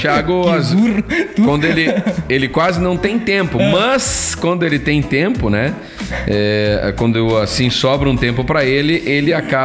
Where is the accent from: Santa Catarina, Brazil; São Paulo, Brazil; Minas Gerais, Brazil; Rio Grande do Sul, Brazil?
Rio Grande do Sul, Brazil; A gente conhece Porto Alegre, a gente é do Rio Grande do Sul, né?